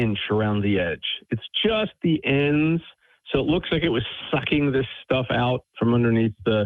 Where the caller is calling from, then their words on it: Hardwick, Massachusetts, United States; Hi, this is … I'm calling from Hardwick, Massachusetts.